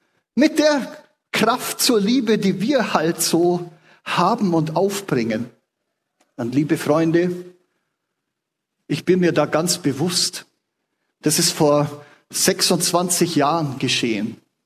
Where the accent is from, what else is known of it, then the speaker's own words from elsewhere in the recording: Bavaria, Germany; ich bin gebürtiger Allgäuer, auf dem Land aufgewachsen.